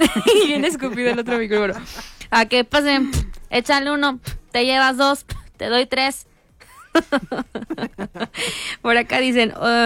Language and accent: Spanish; Veracruz, Mexico; Yo soy de Veracruz. Yo soy de Veracruz.